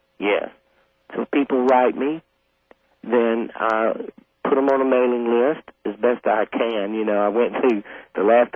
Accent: South Carolina, United States; I'm a guy from South Carolina.

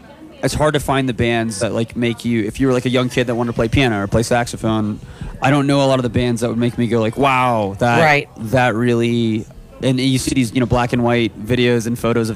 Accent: Corpus Christi, Texas, United States; now in Austin, United States; I'm from Corpus Christi, Texas originally, which is a Gulf Coast town. It's a very like blue collar kind of thing.

